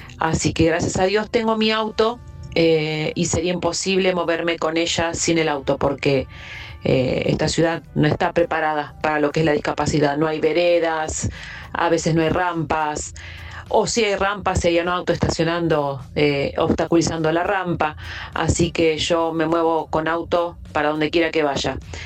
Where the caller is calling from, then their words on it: Gregorio de Laferrere, Buenos Aires Province, Argentina; Hola Latina, ¿cómo están? … de La Ferrere